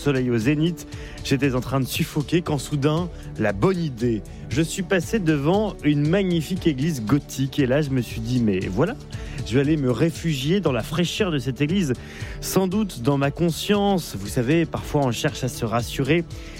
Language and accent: French; Brest, Brittany, France; moved away; J'ai grandi à Brest